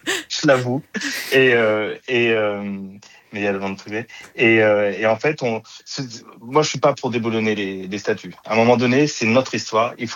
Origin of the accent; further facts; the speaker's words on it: Île-de-France, France; born there; je suis né en Hexagone, je suis né en Essonne, mais quand je vais en Martinique, je vois les inégalités.